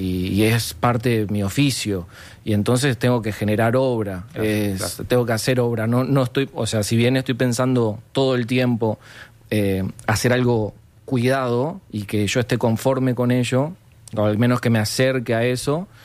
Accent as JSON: {"language": "Spanish", "town": "Asunción", "country": "Paraguay", "tie": "born there", "said": "Mis padres son los dos uruguayos. Mi padre ya fallecido de buceo y mi madre de Brazo Oriental. Y yo nací en Asunción, Paraguay."}